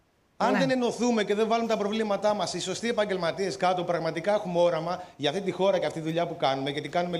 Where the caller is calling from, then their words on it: Kalamata, Peloponnese, Greece